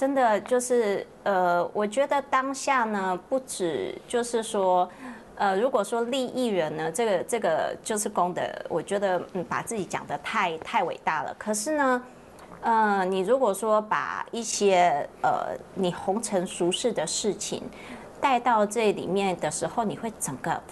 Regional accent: Nantou County, Taiwan; 我觉得好像我是也是在南投长大的孩子，我每次到仙佛寺的时候，我都觉得说好像我回到了小时候

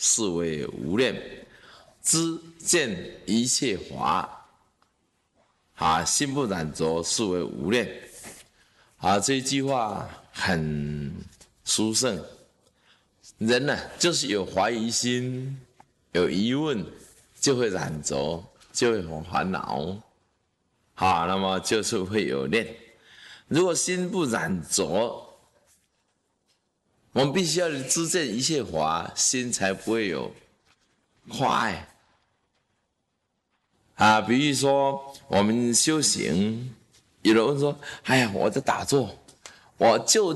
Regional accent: Taiwan; 然后我是台湾人呐、啊，我不怕不进去、啊。

